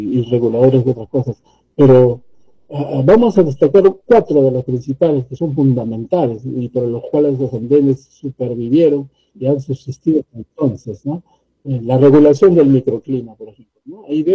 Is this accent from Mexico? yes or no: no; Peru